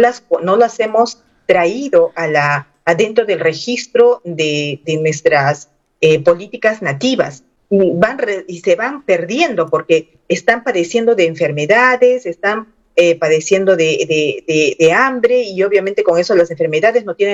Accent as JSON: {"language": "Spanish", "region": "Tacna", "country": "Peru", "tie": "born there", "first_language": "Aymara", "second_language": "Spanish", "said": "mi lengua materna es el aymara, que a todos los tacneños que hemos nacido en Tacna, tenemos nuestros orígenes en nuestra lengua originaria, que es el puquina."}